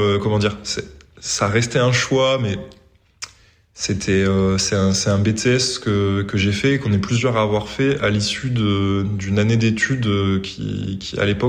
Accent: Montpellier, Occitanie, France; born or raised there

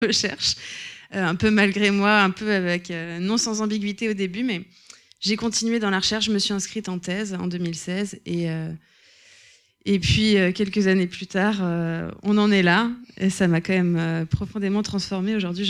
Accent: France; moved away as an adult; now in Belgium; Donc, je suis revenue en France, où j'ai grandi, puisque donc là je travaille en Belgique, mais je suis française à la base.

